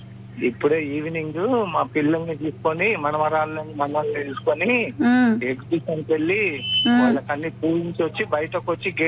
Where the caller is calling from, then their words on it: Nizamabad, Telangana, India; నేను నిజామాబాద్ నుంచి అమ్మా